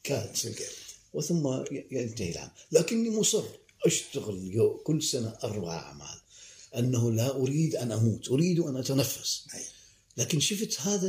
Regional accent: Iraq; now in Sweden; أنا أذهب كعراقي من أصل عراقي

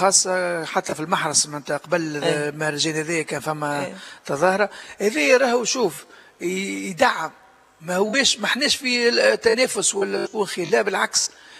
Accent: Sfax Governorate, Tunisia

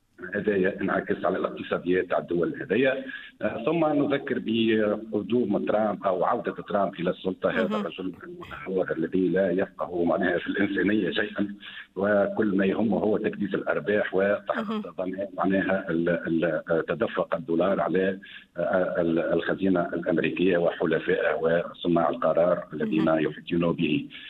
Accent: Tunisia

